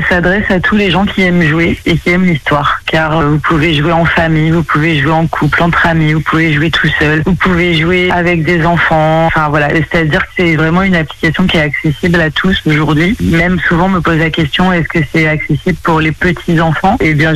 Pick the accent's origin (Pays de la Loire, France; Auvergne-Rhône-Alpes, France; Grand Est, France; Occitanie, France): Pays de la Loire, France; Le Mans; born there; also born or lived in Nantes; now in Angers, France; je suis nantaise d'origine et j'ai élu domicile à Angers il y a une quinzaine d'années. Mais je suis mancelle, je suis née au Mans.